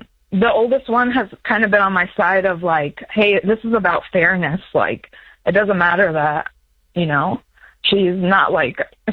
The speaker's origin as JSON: {"language": "English", "country": "United States", "tie": "born or raised there", "said": "I grew up in the States with my mom"}